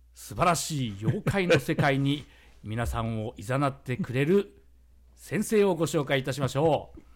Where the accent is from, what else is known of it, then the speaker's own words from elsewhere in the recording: Miyazaki, Japan; 私は宮崎市出身